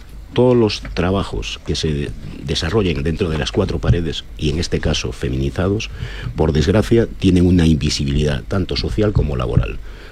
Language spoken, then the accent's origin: Spanish; Galicia, Spain; yo, que soy de Galicia